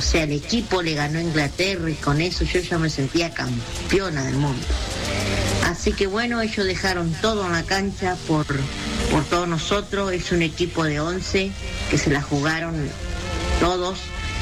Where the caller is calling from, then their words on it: Entre Ríos, Argentina; Soy de Nuevo Ya, Entre Ríos